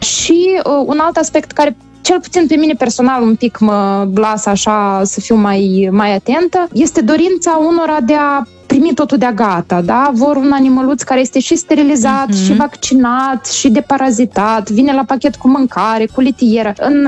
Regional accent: Moldova; noi, ca moldoveni

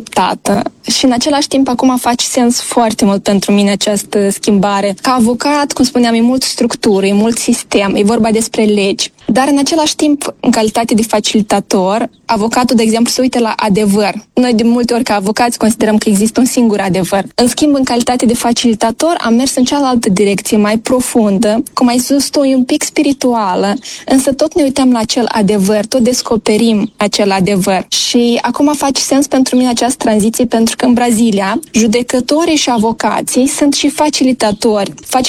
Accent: Moldova; moved away as an adult; also born or lived in Chișinău, Moldova; now in Brașov, Romania; M-am născut la Chișinău și chiar iubesc foarte mult Moldova. Am copilărit în nordul Moldovei și în centrul Moldovei și simt că acolo sunt originile mele. Și de mai bine de 8 ani locuiesc la Brașov și Brașov tot este un oraș de suflet.

